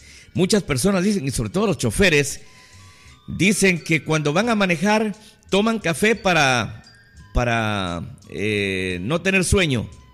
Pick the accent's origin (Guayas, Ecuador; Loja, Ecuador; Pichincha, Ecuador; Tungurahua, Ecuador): Loja, Ecuador; Pozul; moved away; llamé por teléfono a mi tierra, que ellos producen bastante café, harto café y orgánico, Loja, Pozul.